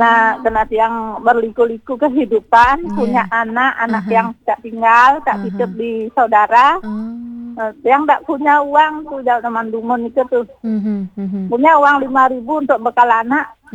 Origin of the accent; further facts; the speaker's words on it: Denpasar, Bali, Indonesia; dari kecil di Denpasar tuh.